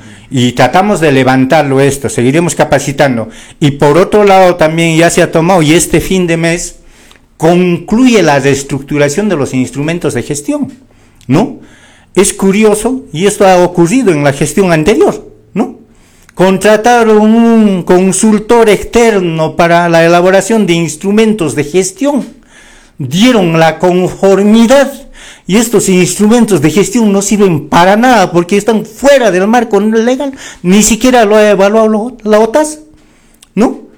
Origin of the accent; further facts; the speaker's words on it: Calca, Cusco, Peru; soy calqueño y amo a mi tierra.